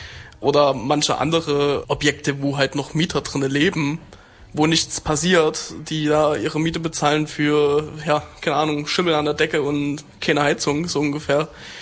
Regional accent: Altenburg, Thuringia, Germany; also bei uns in Altenburg gab's die Rote Zora, die war super lange aktiv, wo ich dann die letzten Jahre selber auch Mitglied war

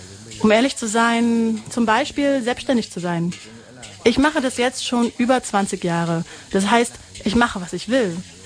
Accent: Vietnam; now in Germany; Wir sind in Vietnam geboren und aufgewachsen. Aber für mich und meine Generation gibt es immer etwas, was uns an die Heimat erinnert, um ehrlich zu sein.

